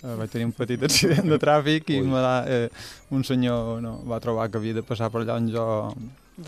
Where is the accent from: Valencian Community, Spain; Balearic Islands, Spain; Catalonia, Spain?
Balearic Islands, Spain; Palma; now in Pòrtol, Spain; Bé, originalment nosaltres som de Palma, però actualment visc a Pòrtol.